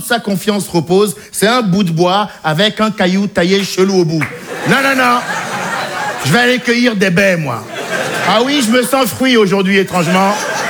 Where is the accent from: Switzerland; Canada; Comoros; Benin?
Benin; born or raised there